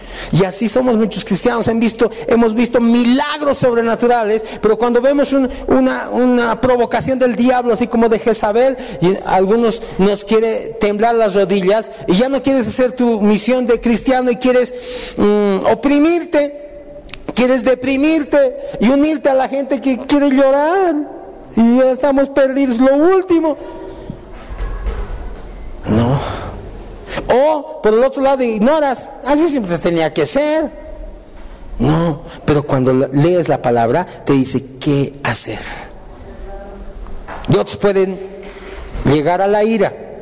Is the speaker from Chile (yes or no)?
no; Bolivia; Boliviano, sí, eso soy yo, soy boliviano.